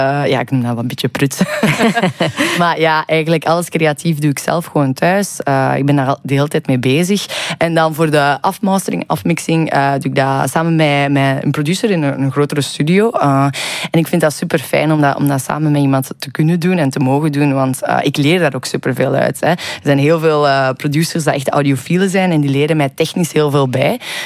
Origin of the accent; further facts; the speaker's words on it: Belgium; Ik vind eigenlijk dat we daar veel trotser op mogen zijn als Belgen.